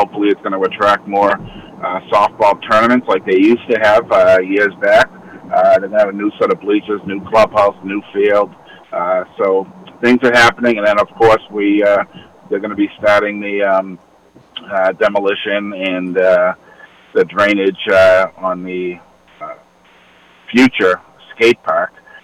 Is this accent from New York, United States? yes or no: no; Manchester, New Hampshire, United States; Manchester's, you know, I've lived here all my life